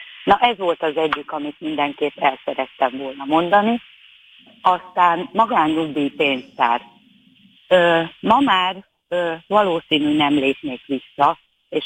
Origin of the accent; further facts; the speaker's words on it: Hungary; én mondtam, hogy én 58-ba születtem, én gyereknek a Kádár rendszerbe szocializálódtam, fölnőttem